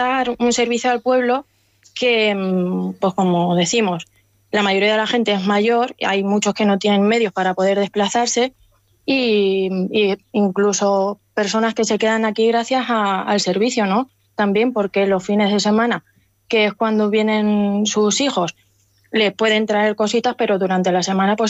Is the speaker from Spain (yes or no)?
yes; Puertollano, Castilla-La Mancha, Spain; moved away as an adult; now in La Viñuela, Spain; yo soy de Puerto Llano, pero mis padres tienen un campo a un kilómetro y poquito de aquí del pueblo. Y bueno, yo los veranos los he pasado aquí con mis padres, con mi hermana.